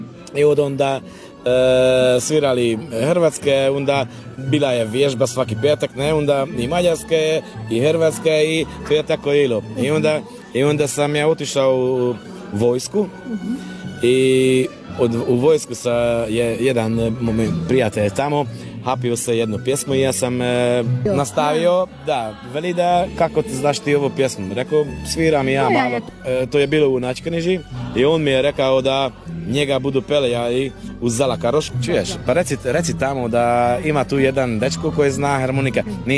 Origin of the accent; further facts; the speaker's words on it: Serbia; moved away; Ja sam otišao iz Srbeja već 16 godina i već ne, ne toliko.